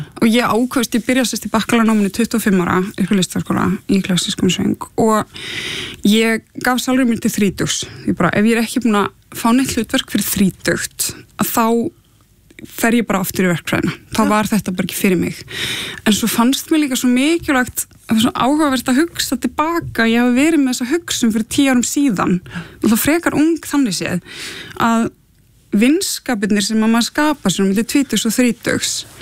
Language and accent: Icelandic; Gothenburg, Västra Götaland County, Sweden; Ég er alveg upp í Gautaborg og var í barnakór íslensku kirkjunar þar.